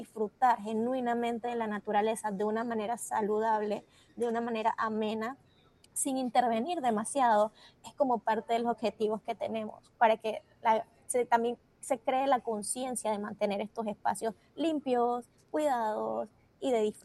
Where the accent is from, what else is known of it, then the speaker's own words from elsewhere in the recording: Panama; tenemos 122 áreas protegidas que son nuestras como panameños